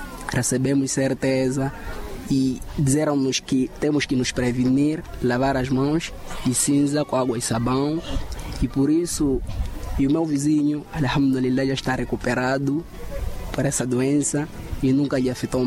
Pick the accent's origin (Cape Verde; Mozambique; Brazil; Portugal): Mozambique; Alua, Nampula; sou natural da Lua, distrito de Herati.